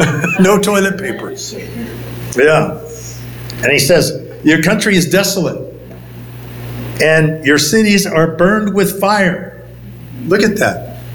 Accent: Michigan, United States; You know, I grew up in Michigan.

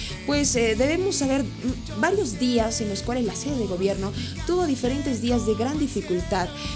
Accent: La Paz, Bolivia; como paseños y como bolivianos

